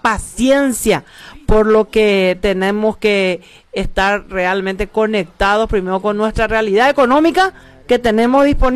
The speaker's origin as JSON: {"language": "Spanish", "town": "Carapeguá", "region": "Paraguarí", "country": "Paraguay", "moved": "yes", "said": "sueño con volver otra vez a mi tierra, a Carapeguá."}